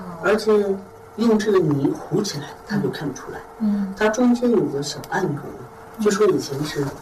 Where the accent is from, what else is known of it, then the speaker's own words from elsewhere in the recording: Sichuan, China; 我就出生在这栋楼里。